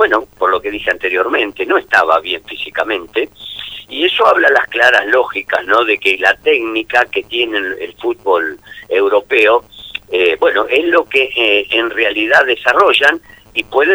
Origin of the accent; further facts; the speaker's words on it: Argentina